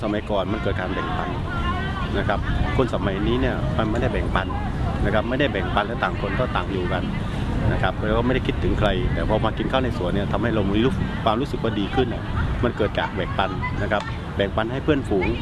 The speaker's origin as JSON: {"language": "Thai", "region": "Trang", "country": "Thailand", "moved": "yes", "lives_now": "Bangkok, Thailand", "said": "จริงๆจะเป็นคนใต้ครับนะครับผมอยู่จังหวัดตังนะครับแล้วก็มาอยู่กรุงเทพจริงๆก็กับตั้งแต่ปี38"}